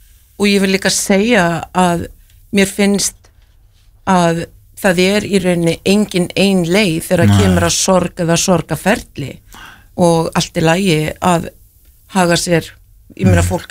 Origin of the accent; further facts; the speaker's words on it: Reykjavík, Capital Region, Iceland; moved away as an adult; ég er elst upp í Breiðholti og gaman að vera barn og úlingur þar og svo flýt ég náttúrulega til Boston árið 95.